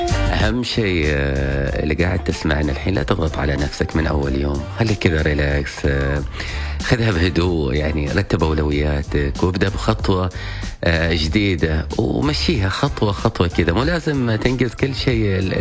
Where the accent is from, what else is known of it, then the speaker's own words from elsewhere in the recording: Oman; بلدنا عمان الغالي